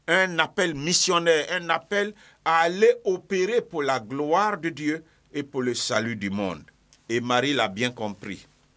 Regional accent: Bondoukou, Zanzan, Côte d’Ivoire; Je suis natif de Bondoukou, et c'est avec beaucoup de joie que je vous parle aujourd'hui.

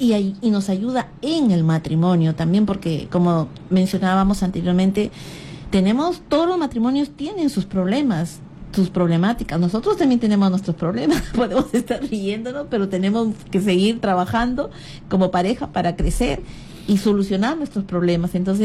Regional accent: Chiclayo, Lambayeque, Peru; also born or lived in Trujillo, Peru; yo nací en Trujillo y me crié en Chiclayo

